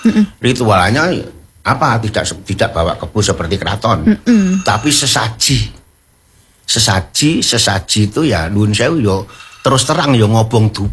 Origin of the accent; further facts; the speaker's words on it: Boyolali, Central Java, Indonesia; Saya kan orang Boyolali.